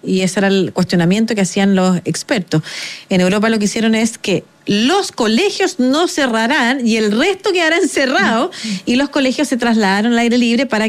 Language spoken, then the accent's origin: Spanish; Concepción, Biobío, Chile; Yo soy no tan del sur de como Valdivia, soy de Concepción, y uno iba con botas y el colegio estaba inundado en la entrada, y uno iba igual al colegio.